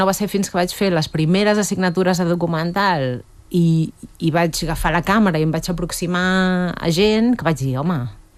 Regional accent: Sant Fost de Campsentelles, Catalonia, Spain; vaig anar a la tele del meu poble, Sant Fost

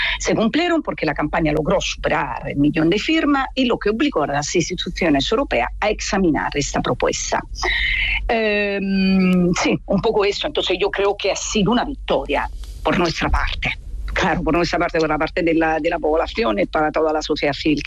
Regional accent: Italy; Spanish is a second language; Como se puede notar de mi acento, yo soy italiana.

